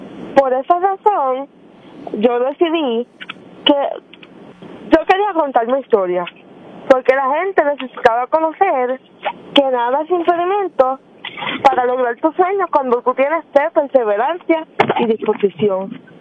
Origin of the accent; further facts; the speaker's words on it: Aguada, Puerto Rico; Soy del pueblo de Aguada.